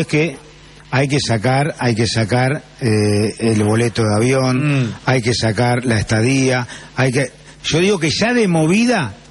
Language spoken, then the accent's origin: Spanish; Argentina